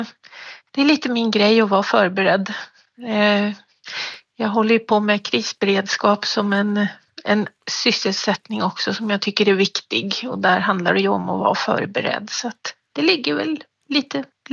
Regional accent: Jämtland County, Sweden; moved away as an adult; also born or lived in Stockholm; Ja, jag är uppvuxen här i Jämtland så att det kändes gott att komma hem igen.

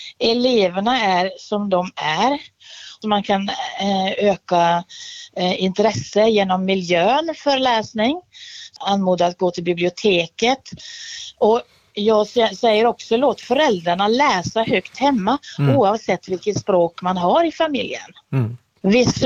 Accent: Norway; I Norge, där jag kommer ifrån ursprungligen, så har vi ofta 2 lärarsystem.

